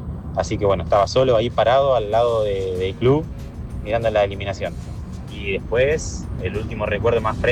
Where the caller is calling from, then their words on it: General Rodríguez, Buenos Aires Province, Argentina; de General Rodríguez.